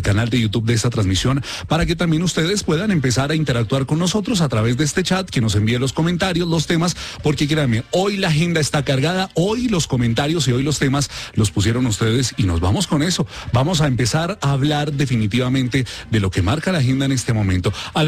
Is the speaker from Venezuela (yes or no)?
yes; Venezuela